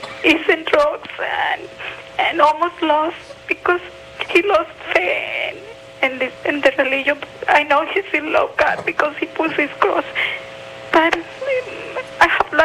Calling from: Wisconsin, United States; I'm from Wisconsin.

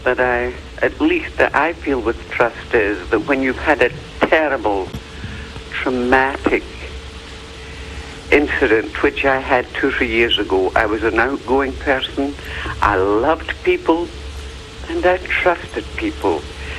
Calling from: Tucson, Arizona, United States; Hello? I'm calling from Tucson.

